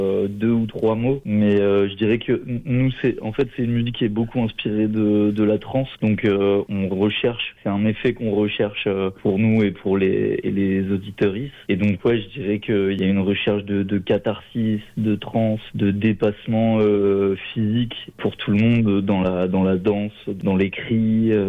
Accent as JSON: {"language": "French", "town": "Toulouse", "region": "Occitanie", "country": "France", "said": "On vient de Toulouse, on est tous de Toulouse, on habite à Toulouse, RPZ. 31."}